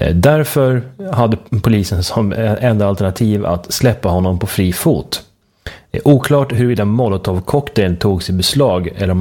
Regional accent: Uppsala, Uppsala County, Sweden; moved away; Uppsala. Min kära gamla hemstad som knappt går att känna igen.

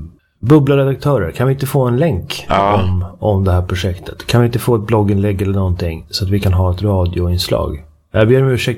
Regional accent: Sweden; moved away; Nu är jag inte Sverigebo längre, men jag är ändå svensk.

